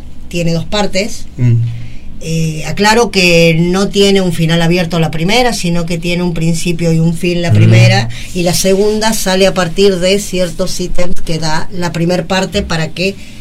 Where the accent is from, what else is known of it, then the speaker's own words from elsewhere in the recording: Virrey del Pino, Buenos Aires Province, Argentina; soy de La Matanza, de Virrey del Pino, soy escritora, soy docente